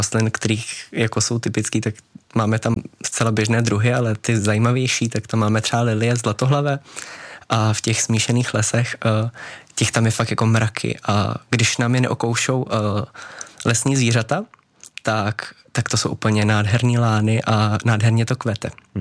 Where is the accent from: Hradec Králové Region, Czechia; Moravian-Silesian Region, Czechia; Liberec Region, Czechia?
Hradec Králové Region, Czechia; Královec; born there; Tím, že jsem se narodil v Královci, tak a nemám vůbec v plánu někam odejít a chtěl bych být součástí Vraní hor